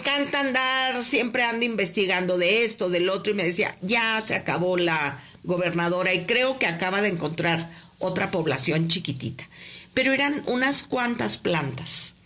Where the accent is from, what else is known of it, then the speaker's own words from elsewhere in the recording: Chihuahua, Mexico; born there; Bueno, yo lo amo, toda esa parte, porque yo soy del norte, yo nací en Chihuahua.